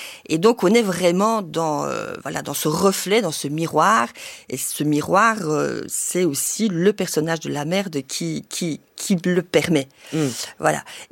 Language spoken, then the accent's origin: French; Luxembourg; born or raised there; moved away as an adult; also born or lived in Brussels, Belgium